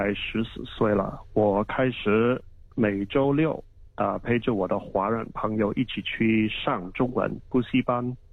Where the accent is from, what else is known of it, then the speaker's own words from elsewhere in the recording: Australia; Chinese is a second language; 那个时代就是文革，所以我们澳大利亚人很少有机会跟中国大陆人接触。